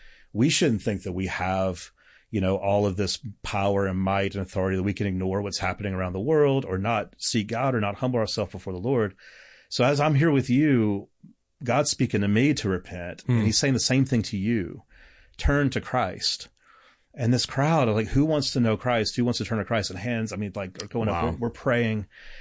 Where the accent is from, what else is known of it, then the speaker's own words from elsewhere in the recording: New Orleans, Louisiana, United States; because I'm from New Orleans and the Gulf Coast.